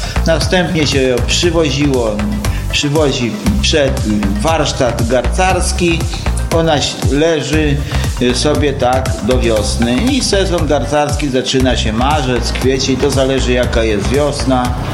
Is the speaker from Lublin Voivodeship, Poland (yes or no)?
yes; Urzędów, Lublin Voivodeship, Poland; A jestem urzędowiak taki, można powiedzieć, że praktycznie 100% tam od iluś tam pokoleń, nie?